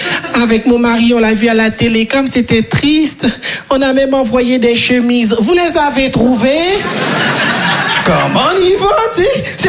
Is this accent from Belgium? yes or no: no; Haiti; Moi, je viens de Haïti.